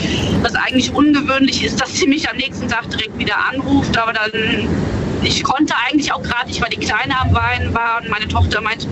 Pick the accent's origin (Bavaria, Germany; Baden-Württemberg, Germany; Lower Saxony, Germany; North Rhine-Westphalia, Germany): North Rhine-Westphalia, Germany; Hennef; Hennef. Ich komme aus Hennef.